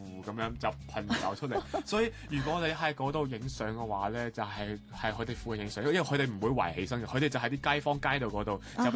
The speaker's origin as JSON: {"language": "Cantonese", "country": "Macau", "said": "啊各位，端午节快乐！"}